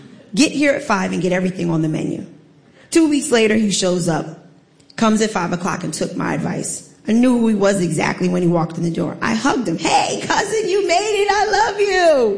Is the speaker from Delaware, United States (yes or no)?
no; Staten Island, New York, United States; I'm from Staten Island, but I'm an 8th generation direct descendant from Sandy Ground.